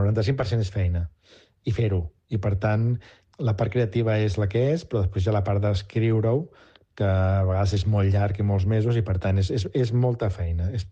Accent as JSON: {"language": "Catalan", "region": "Catalonia", "country": "Spain", "said": "perquè sóc català"}